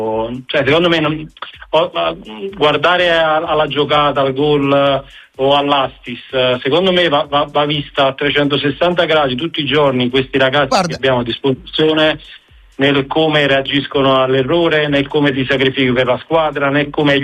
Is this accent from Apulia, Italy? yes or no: no; Naples, Campania, Italy; soprattutto per me da napoletano